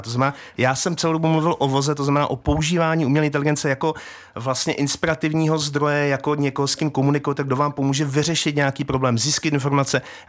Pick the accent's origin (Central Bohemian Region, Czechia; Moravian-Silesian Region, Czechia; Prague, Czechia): Moravian-Silesian Region, Czechia; jak se říká u nás na Bruntásku, strašnou čočku